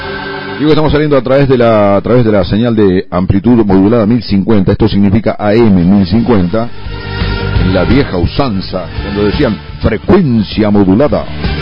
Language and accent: Spanish; San Rafael, Mendoza, Argentina; now in Alta Gracia, Argentina; soy de San Rafael Mendoza.